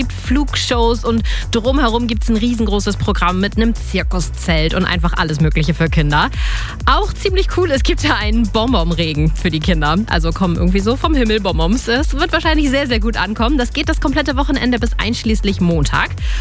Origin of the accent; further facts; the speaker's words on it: Lower Saxony, Germany; Das ist ja meine Heimat, das schöne Ammerland.